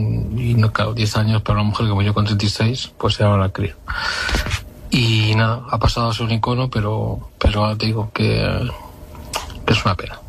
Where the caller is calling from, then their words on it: Madrid, Community of Madrid, Spain; de Madrid.